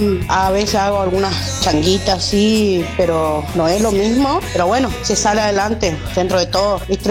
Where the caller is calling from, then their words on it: Argentina; del Barrio San Antonio Este.